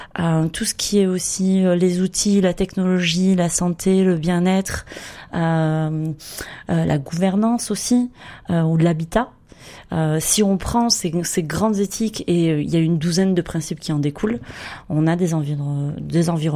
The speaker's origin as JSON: {"language": "French", "town": "Montpellier", "region": "Occitanie", "country": "France", "tie": "born or raised there", "said": "Alors moi, j'ai grandi à Montpellier."}